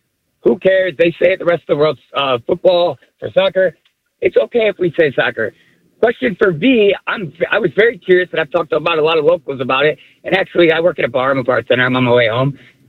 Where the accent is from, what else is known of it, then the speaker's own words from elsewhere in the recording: Buffalo, New York, United States; because I got a couple questions at the end, and actually relates to V too, because when I say New York, I'm from Buffalo